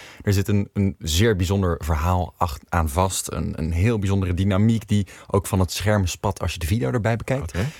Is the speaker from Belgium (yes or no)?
yes; Sint-Niklaas, Flanders, Belgium; born there; Dat was in België, in mijn geboortestad Sint-Niklaas.